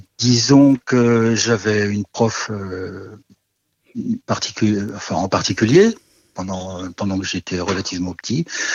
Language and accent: French; Nouvelle-Aquitaine, France; Moi je suis plutôt du Poitou-Charentes je suis un petit peu au sud, il n'y a pas encore les palmiers par rapport à chez vous